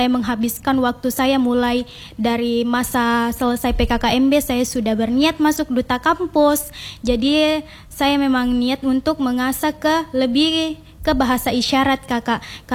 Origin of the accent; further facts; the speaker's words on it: South Sulawesi, Indonesia; Saya berasal dari Kabupaten Jeneponto.